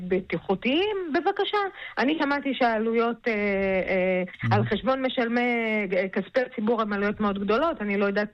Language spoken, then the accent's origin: Hebrew; Tiberias, Northern District, Israel; אנחנו גדלנו בעיר מעורבת